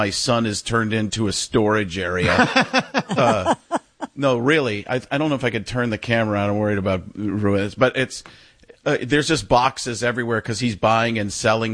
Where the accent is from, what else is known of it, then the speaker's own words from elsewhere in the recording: Waukesha, Wisconsin, United States; He's from Burlington, just a couple of you know, cities over from me where I grew up in Waukesha.